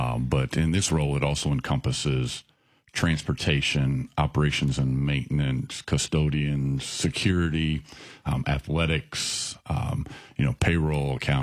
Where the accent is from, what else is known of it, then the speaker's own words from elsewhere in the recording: Kewanee, Illinois, United States; also born or lived in Springfield, Illinois / Alabama; So I was born and raised here in Central Illinois. I'm born and raised in Kewaunee.